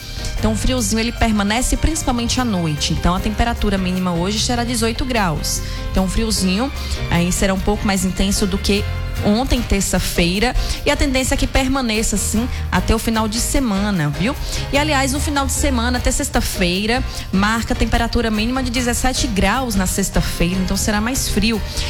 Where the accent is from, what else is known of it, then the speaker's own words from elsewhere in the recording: Northeast Region, Brazil; Como um bom nordestino que somos